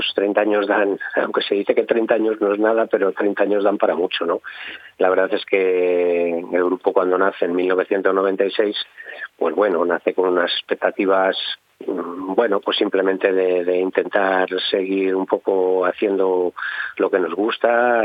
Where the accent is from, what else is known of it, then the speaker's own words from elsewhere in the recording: Laguna de Duero, Castile and León, Spain; ahora de los 7 componentes, 3 somos de Laguna